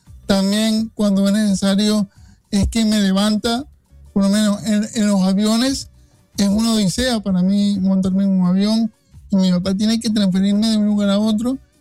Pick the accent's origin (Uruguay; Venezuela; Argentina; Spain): Venezuela; Punto Fijo, Falcón; nosotros venimos de una ciudad bastante pequeña de Venezuela, venimos de Punto Fijo